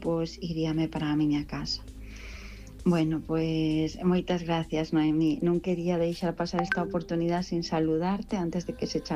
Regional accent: Lugo, Galicia, Spain; porque eu son de Lugo, entonces simplemente sería para, teño a miña vida en Lugo, a miña casa, as miñas gatiñas, todo, teño todo ali, ¿no?

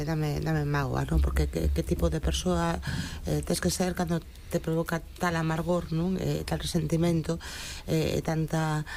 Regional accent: Galicia, Spain; Home, que como galega ter ali a Borja Iglesias

